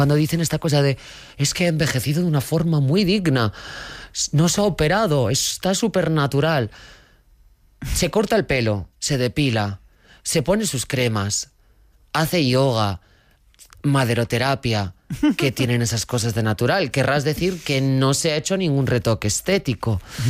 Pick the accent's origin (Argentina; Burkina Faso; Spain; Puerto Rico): Spain; León, Castile and León; born there; also born or lived in Mallorca; Nací en León capital. Uh-huh. Me cumplí el año en Mallorca